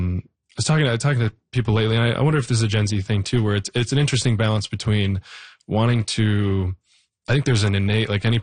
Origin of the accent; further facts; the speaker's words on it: Canada; And I don't even think I really recognized my Canadianness until I went away and I was like, oh, I'm Canadian to the bones. I'm very proud.